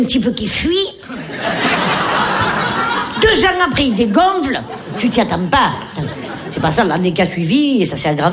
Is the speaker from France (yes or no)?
yes; Nice, Provence-Alpes-Côte d'Azur, France